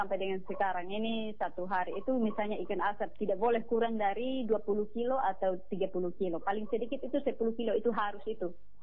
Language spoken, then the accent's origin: Indonesian; Kolbano, East Nusa Tenggara, Indonesia; saya orang asli Kolbano dan setelah wisuda, setelah tamat sarjana, saya kembali ke kampung.